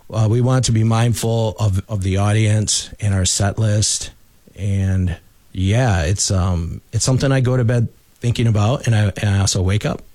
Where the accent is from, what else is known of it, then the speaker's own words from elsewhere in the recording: Flint, Michigan, United States; I'm from Flint. I was born in Flint.